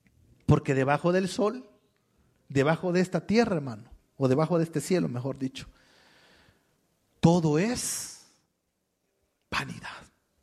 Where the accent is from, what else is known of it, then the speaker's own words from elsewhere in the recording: San Salvador, El Salvador; now in Santa Ana, El Salvador; antes yo era de San Salvador, hermano. Digo era porque hoy, hermano, estoy capturado aquí. En Santana. Hoy soy residente de Santana.